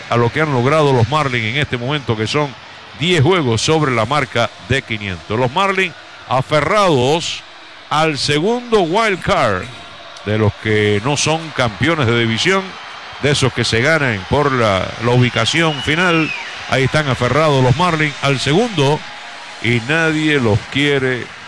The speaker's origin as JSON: {"language": "Spanish", "town": "Camajuaní", "region": "Villa Clara", "country": "Cuba", "tie": "born or raised there", "said": "Son dos barrios que hay en mi pueblo natal, Camas Juaní."}